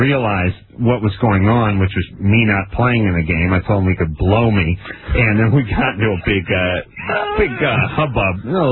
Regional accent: Los Angeles, California, United States; I grew up in North Hollywood and I always followed the Dodgers.

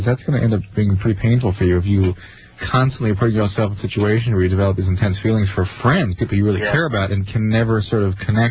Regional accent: Sweden; We're from Sweden. That's right.

